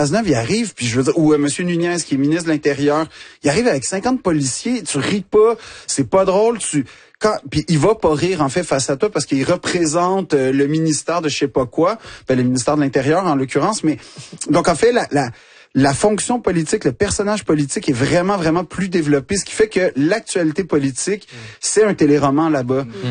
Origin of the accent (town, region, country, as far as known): Quebec, Canada